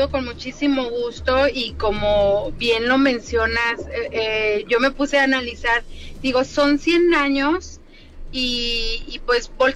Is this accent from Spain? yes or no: no; León, Guanajuato, Mexico